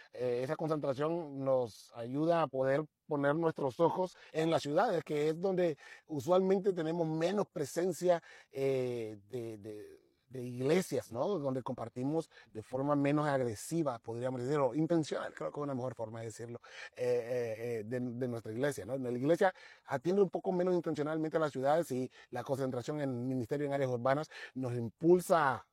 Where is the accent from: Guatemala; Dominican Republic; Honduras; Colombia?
Honduras; yo soy hondureño, ¿no? Soy hondureño, soy pastor